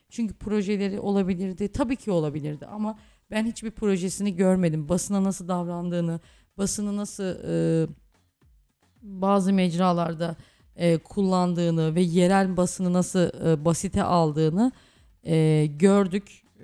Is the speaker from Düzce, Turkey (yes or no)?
yes; Düzce, Turkey; bir Düzceli olarak